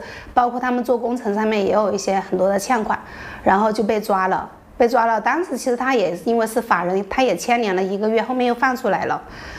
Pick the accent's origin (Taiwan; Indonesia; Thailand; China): China; Hunan; 他是湖北的，我是湖南的